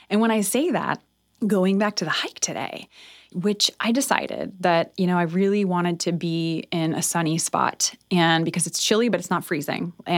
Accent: Northeast, United States; I grew up in the Northeast

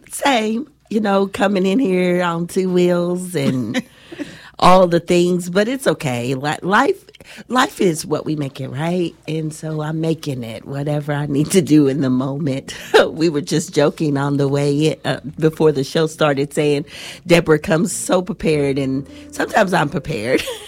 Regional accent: Zion Hill, Kentucky, United States; because we all came from Zion Hill, we claim each other, even if we're not related.

